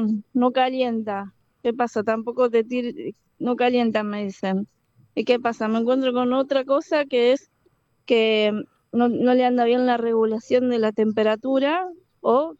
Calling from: Manuel Alberti, Buenos Aires Province, Argentina; Yo soy de Manuel Alberti, del partido de Pilar.

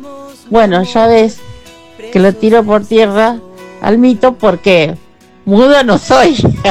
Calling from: Villa Ballester, Buenos Aires Province, Argentina; Hola Gervasi … de Ballester. Otro mito que te voy a echar por tierra. Tengo 77 años.

